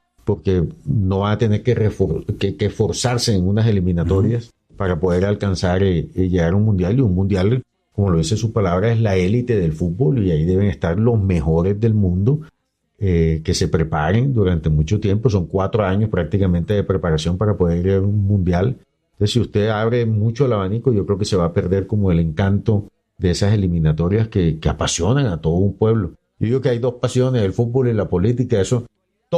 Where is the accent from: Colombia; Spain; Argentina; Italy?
Colombia; Santa Marta, Magdalena; A ver, yo soy Samario